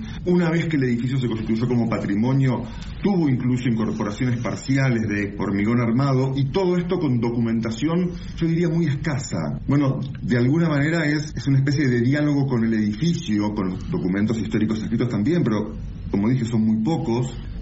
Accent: Bariloche, Río Negro, Argentina; also born or lived in Buenos Aires; now in Tilcara, Argentina; soy de Bariloche, estudié en Buenos Aires y hace unos 20 años que vivo por acá, aproximadamente. Uh-huh. Así que en mi corazón ya soy totalmente jujeño.

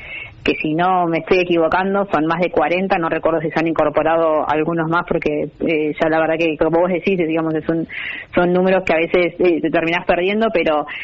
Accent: Buenos Aires, Argentina; Somos bonaerenses.

